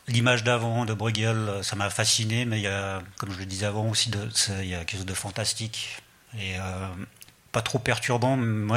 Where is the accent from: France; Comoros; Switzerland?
Switzerland; Geneva; born there; first language German; French is a second language; also born or lived in Zurich, Switzerland; Par contre, quand je suis arrivé à Genève, francophone